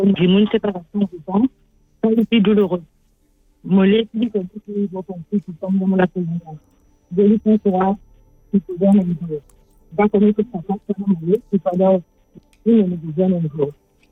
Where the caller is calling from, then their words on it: Port Louis, Mauritius; de Port-Louis.